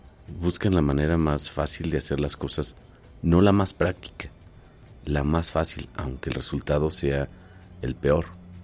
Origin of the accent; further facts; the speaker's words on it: Mexico; cómo somos nosotros mexicanos